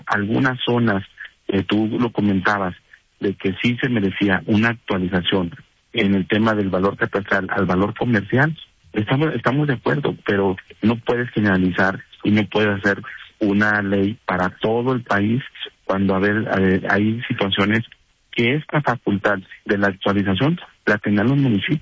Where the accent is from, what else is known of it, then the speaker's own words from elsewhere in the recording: Durango, Mexico; yo soy originario de Durango.